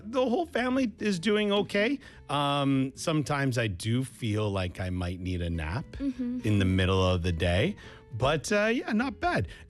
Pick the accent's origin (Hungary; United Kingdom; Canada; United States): Canada; moved away; Well, where I grew up in Canada, we were still in the city, but kind of, I would say it's kind of like if we're thinking of Busan, it would be like growing up in Jungwon or like in Gijang. So you're still part of the city, but there's lots of nature